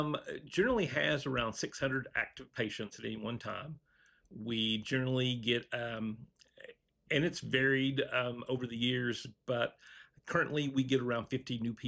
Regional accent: Kentucky, United States; I was born and raised in Kentucky. So I grew up in Carter County. I currently live in Boyd County.

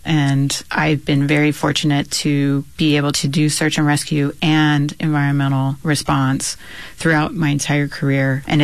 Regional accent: Honolulu, Hawaii, United States; I grew up in Hawaii, born and raised in Honolulu, Hawaii. Growing up in a place like Hawaii, I think there's so many benefits.

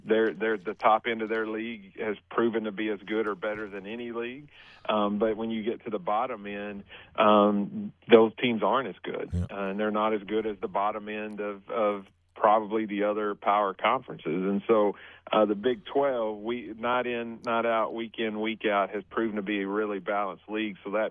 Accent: Oklahoma, United States; I have a degree from there. I'm from Oklahoma, so that's a program that I follow some.

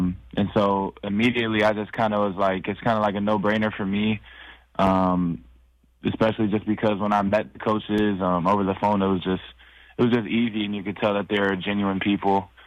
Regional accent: Midwest, United States; I'm from the Midwest, like you said, but I'm not used to all the hills and stuff.

